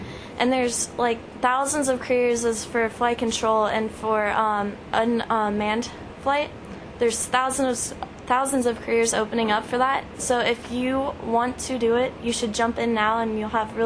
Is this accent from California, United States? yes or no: no; Columbus, Ohio, United States; I'm from Columbus, Ohio. I've lived there pretty much all of my life, so it's a big experience to step out of Ohio and get involved.